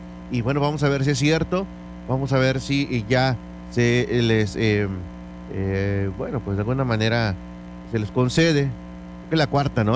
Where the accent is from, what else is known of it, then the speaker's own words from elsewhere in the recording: Mexico; somos bien mexicanos